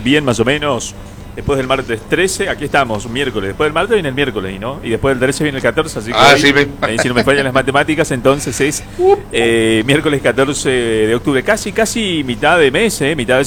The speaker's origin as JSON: {"language": "Spanish", "country": "Argentina", "said": "yo como argentino"}